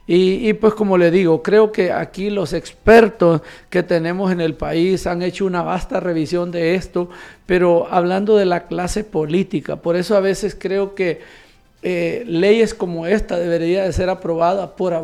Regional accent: Honduras; deberíamos de verlo como hondureños

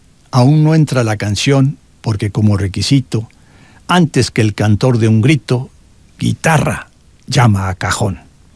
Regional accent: Mexico; nosotros aquí en México tenemos nuestros bailes regionales

